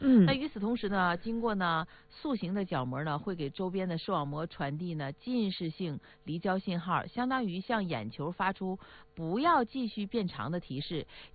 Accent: Northeast China, China; accent: Northeastern; 用我们东北话说

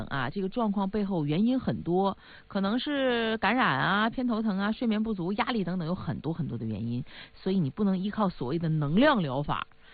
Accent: Northeast China, China; accent: Northeastern Mandarin; 用我们东北话说，它只是听起来哈有那么一点

